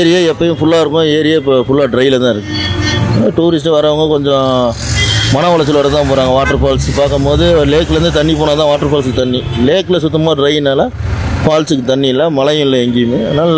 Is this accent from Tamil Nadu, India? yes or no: yes; Yercaud, Tamil Nadu, India; born there; ஏற்காடு, ஜெரினா காடு. நான் பிறந்தவங்க இந்த கிராமம் தான்.